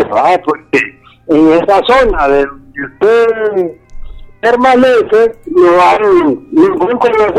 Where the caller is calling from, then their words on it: Guaimaca, Francisco Morazán, Honduras; En Guaymaca, Francisco Morazán.